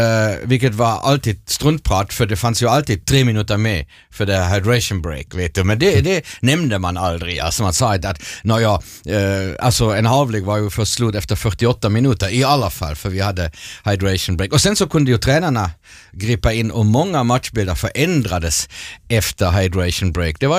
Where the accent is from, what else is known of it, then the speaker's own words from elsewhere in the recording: Germany; moved away; mitt hemland, Tyskland.